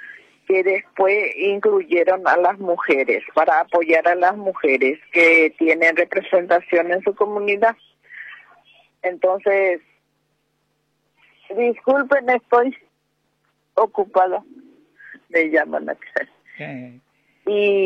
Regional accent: Chaco, Paraguay; Y vinimos del Chaco, 5 vinimos del Chaco, y también del Bajo Chaco, unas 3, 7 estamos.

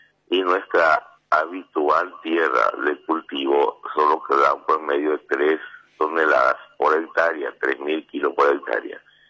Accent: Paraguay; nosotros que somos los paraguayos

